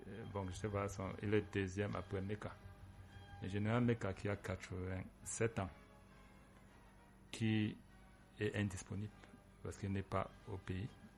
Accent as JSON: {"language": "French", "country": "Cameroon", "said": "J'ai dit que je suis Camerounais"}